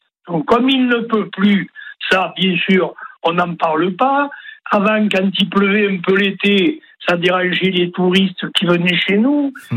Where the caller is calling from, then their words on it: Draguignan, Provence-Alpes-Côte d'Azur, France; je vous appelle de Draguignan. Draguignan, je ne suis pas loin du pays de Fayence, dans le pays de Fayence, vous connaissez, vous en parlez, c'est à mi-chemin entre Draguignan et Nice.